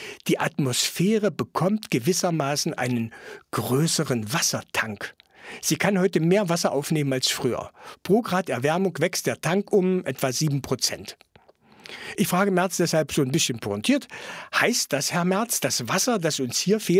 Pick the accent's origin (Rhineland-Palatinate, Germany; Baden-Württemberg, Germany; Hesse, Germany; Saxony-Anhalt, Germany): Saxony-Anhalt, Germany